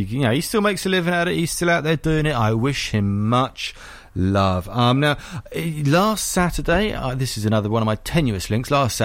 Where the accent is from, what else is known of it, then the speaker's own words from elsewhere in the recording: Saffron Walden, East of England, United Kingdom; well, it's not my hometown, but where I went to school, Saffron Walden, the Jewel of Essex.